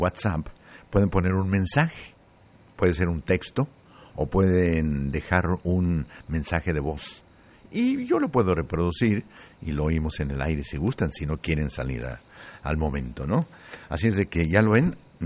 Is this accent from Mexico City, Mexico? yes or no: no; Tlaltenango, Zacatecas, Mexico; now in United States; mi rancho. Bueno, ya no es un rancho, es una ciudad muy progresista, se llama Tlaltenango, Zacatecas, y yo para apantallar a los gringos les digo que soy de Tlalte Hollywood